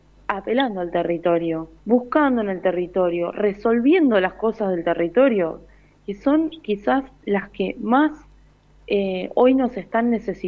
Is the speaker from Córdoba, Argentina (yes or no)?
no; Buenos Aires Province, Argentina; yo soy de Buenos Aires … de Buenos Aires, yo soy conurbana en realidad.